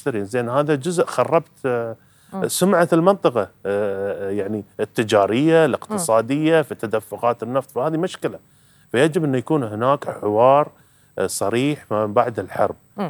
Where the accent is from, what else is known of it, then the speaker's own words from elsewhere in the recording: Qatar; عندنا في قطر.